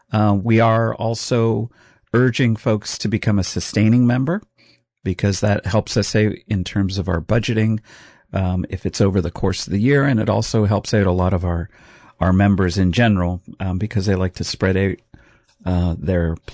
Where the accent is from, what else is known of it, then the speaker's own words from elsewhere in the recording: Canada; moved away; I was raised in Canada